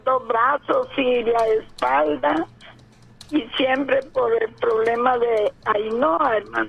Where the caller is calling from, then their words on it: Chalchuapa, Santa Ana, El Salvador; Le hablo de Chalchuapa.